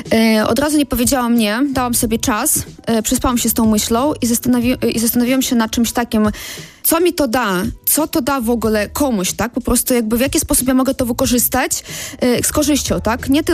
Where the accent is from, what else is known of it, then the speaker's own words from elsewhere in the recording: Ukraine; now in Poland; jestem z Ukrainy